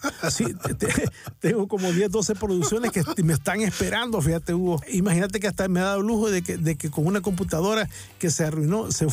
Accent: San Miguel, El Salvador; moved away as an adult; cuando yo vine de San Miguel a San Salvador a estudiar

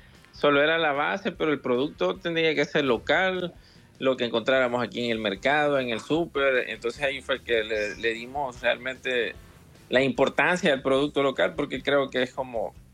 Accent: Ahuachapán, El Salvador; porque pues de acá soy, aquí tengo mi familia, mi mamá, tengo mi casa. Y pues no me iba a ir a meter a un mercado o un lugar donde realmente no soy, aunque soy salvadoreño, pues, pero no soy capitalino.

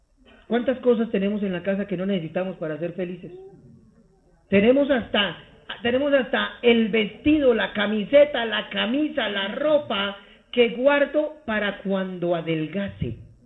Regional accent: Bogotá, Colombia; Yo crecí en Fontibón, al occidente, y de niño pues teníamos cultivos y tocaba arar.

